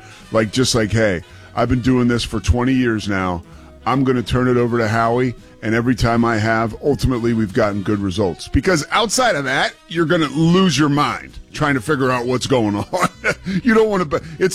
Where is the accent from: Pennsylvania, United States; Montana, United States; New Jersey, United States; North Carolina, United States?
Pennsylvania, United States; Philadelphia; I say us because I'm from Philadelphia and I'm an Eagles fan.